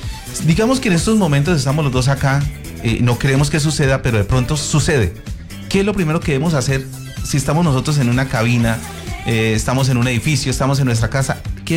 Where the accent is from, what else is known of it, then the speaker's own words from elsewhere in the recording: Bucaramanga, Santander, Colombia; Incluso hay un sector, yo soy de Santander, de Bucaramanga, y hay un sector en la Mesa de los Santos que allá tiembla cada 2 segundos.